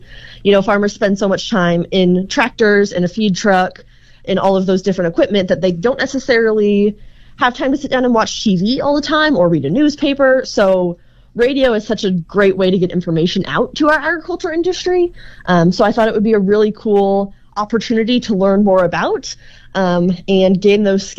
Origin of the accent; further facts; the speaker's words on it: St. Charles, United States; I'm originally from St. Charles, like you said, where I grew up on a corn and soybean farm.